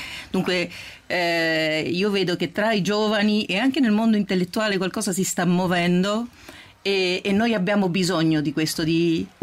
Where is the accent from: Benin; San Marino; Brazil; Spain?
Spain; now in Rome, Italy; mi sento come spagnola